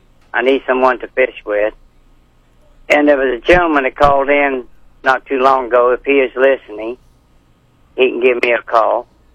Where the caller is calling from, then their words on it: Franklin, Missouri, United States; I'm calling from Franklin, Missouri.